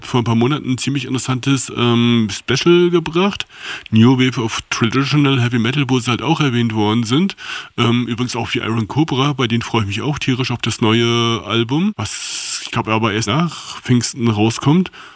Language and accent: German; Leipzig, Saxony, Germany; Ich komme aus Leipzig.